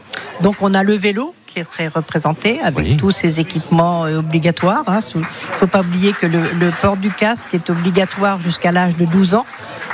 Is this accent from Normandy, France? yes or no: yes; Normandy, France; Alors chez nous, en Normandie